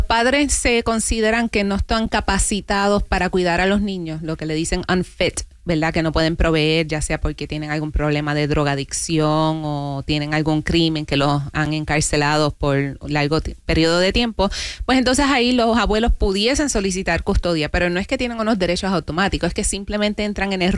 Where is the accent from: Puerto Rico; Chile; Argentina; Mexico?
Puerto Rico; now in Pinellas County, United States; Soy la primera abogada puertorriqueña en el condado de Pinellas y Pasco County